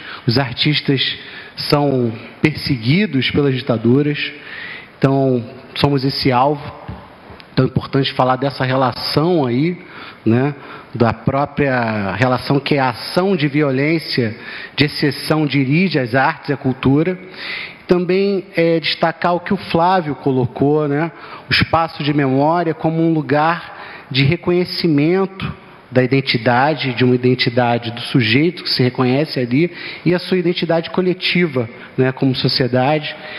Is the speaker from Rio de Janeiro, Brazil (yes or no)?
yes; Rio de Janeiro, Brazil; Eu sou do Rio de Janeiro, né, vim aqui duas vezes participando da caminhada